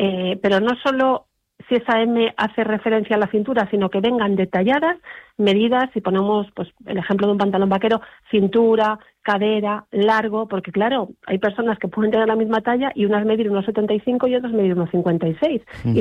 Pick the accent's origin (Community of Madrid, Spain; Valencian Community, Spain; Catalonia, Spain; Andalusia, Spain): Community of Madrid, Spain; Madrid; No, yo madrileña. El apellido tiene origen lejano, sí, yo soy de Madrid, sí.